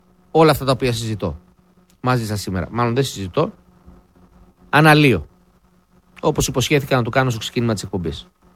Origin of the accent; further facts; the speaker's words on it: Greece; Είμαστε άνθρωποι με πίστη. Είμαστε Έλληνες.